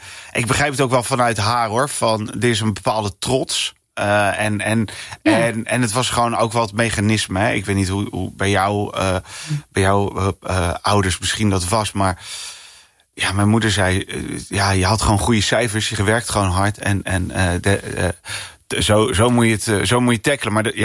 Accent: Rotterdam, South Holland, Netherlands; Ja, ik ben een Rotterdammer. Ja, is bij Zalmplaat, is op Rotterdam-Zuid.

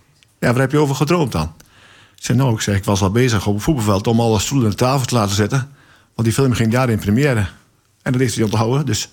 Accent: Waterland, North Holland, Netherlands; Ik kwam uit Waterland, Noord-Holland

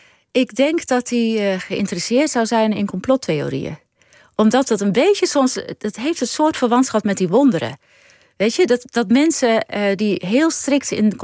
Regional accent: Netherlands; born there; dat ik als Nederlandse geboren vrouw niet kan weten hoe het is voor een Indiaanse vrouw

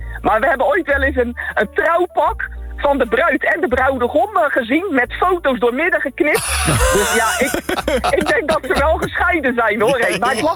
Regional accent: Rotterdam, South Holland, Netherlands; Echt geboren en getogen in het wijkje Feyenoord. En mijn ouders die wonen er nog steeds, waar ik ben geboren.

